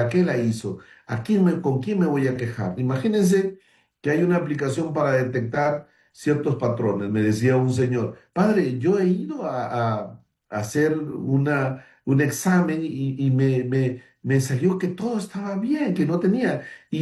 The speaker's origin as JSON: {"language": "Spanish", "region": "Tumbes", "country": "Peru", "said": "Recuerdo que hace mucho tiempo, les cuento algo muy personal, yo soy de Tumbes, en el norte"}